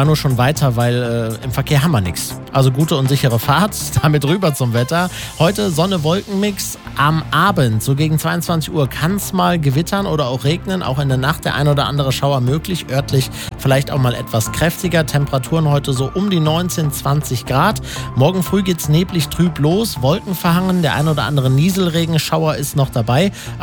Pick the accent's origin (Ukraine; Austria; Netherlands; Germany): Germany; Anzhausen, North Rhine-Westphalia; Also ich bin am Sportplatz in Anshausen noch groß geworden. Das ist ein Platz meiner Kindheit gewesen.